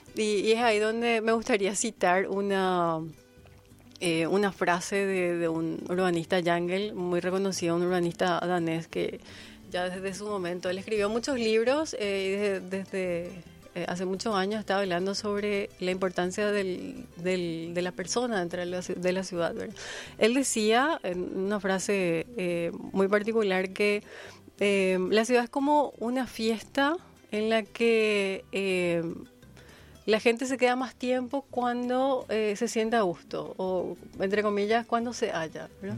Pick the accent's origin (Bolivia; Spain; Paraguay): Paraguay; entender quiénes somos como paraguayos